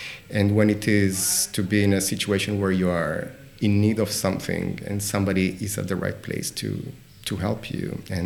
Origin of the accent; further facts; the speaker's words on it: Argentina; So I lived in Argentina. I grew up partly in Argentina at the end of the 70s. And also this is what music that was played at home.